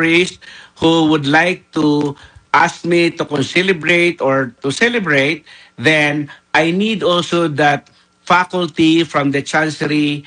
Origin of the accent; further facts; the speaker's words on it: Manila, Metro Manila, Philippines; moved away; also born or lived in Alaminos, Pangasinan; I can speak little Ilocano because I was born and raised in Manila. But my roots are from the Visayas.